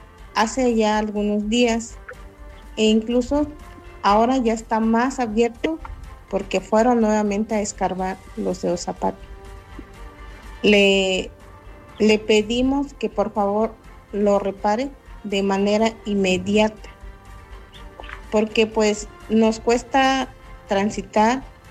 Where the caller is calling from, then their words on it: Tehuacán, Puebla, Mexico; soy vecina de San Lorenzo Teotipilco, específicamente de la calle Josefa Ortiz de Domínguez.